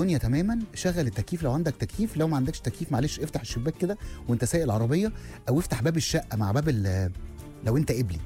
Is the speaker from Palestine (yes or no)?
no; Egypt